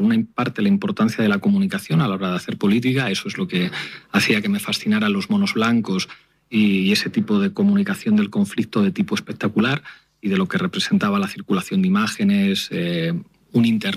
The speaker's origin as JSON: {"language": "Spanish", "country": "Spain", "said": "es como un español que entiende que su escuela política es América Latina"}